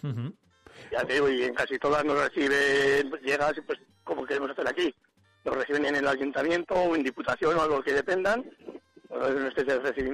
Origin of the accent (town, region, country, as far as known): Soria, Castile and León, Spain